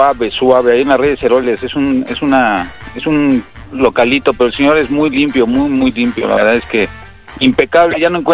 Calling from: Tlalnepantla, State of Mexico, Mexico; ¿Qué pasó, mi diablito? … de Tlanepantla.

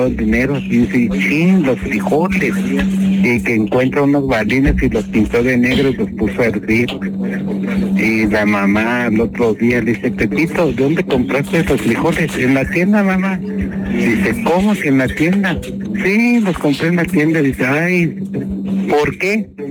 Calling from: Metapa, Chiapas, Mexico; yo también soy … soy de Metapa.

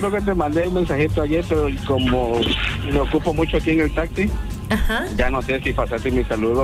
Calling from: Teapa, Tabasco, Mexico; Desde Teapa, Tabasco.

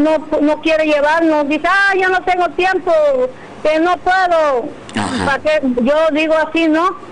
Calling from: Jiquipilas, Chiapas, Mexico; soy de acá de Jiquipilas.

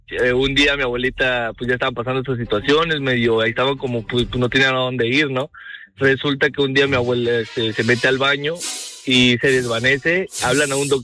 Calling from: Villahermosa, Tabasco, Mexico; Desde Villahermosa, Tabasco.

